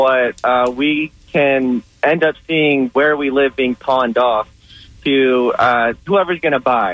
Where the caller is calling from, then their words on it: Lakeland, Florida, United States